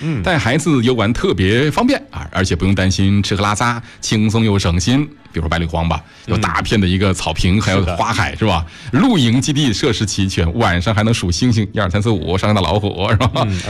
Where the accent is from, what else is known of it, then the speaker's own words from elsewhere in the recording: northern China, China; now in Yichang, China; 虽然我也是个北方人而已，